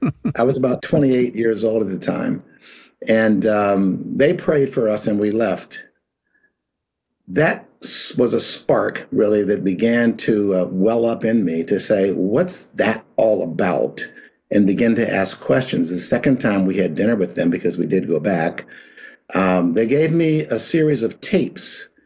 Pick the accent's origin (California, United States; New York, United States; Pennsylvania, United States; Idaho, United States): Pennsylvania, United States; Pittsburgh; Well, it all began back in Pennsylvania. I grew up in Pittsburgh. My parents were from Mississippi, and there's a story behind that, too, in terms of my connectedness. But I was born in Pittsburgh.